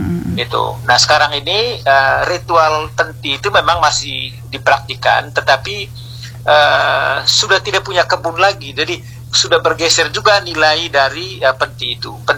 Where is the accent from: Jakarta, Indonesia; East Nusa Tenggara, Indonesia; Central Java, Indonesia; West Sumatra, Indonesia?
East Nusa Tenggara, Indonesia; Rangat; Di kampung saya misalnya di Rangat, di Sabai Lolos ya, tahun 2014 kami membuka satu lahan